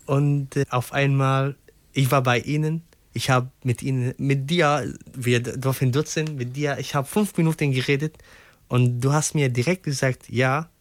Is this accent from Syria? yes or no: yes; Syria; German is a second language; moved away as an adult; now in Germany; Ich oder die anderen Syrer, andere Menschen, die aus Syrien gekommen sind, einfach Mensch.